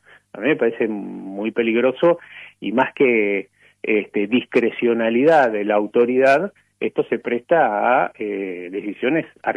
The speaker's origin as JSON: {"language": "Spanish", "country": "Argentina"}